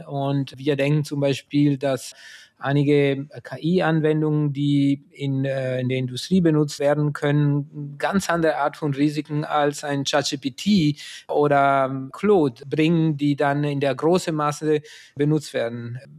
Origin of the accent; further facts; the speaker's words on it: Italy; moved away; Also als Italiener habe ich immer gedacht, dass die Deutsche technikaffin sind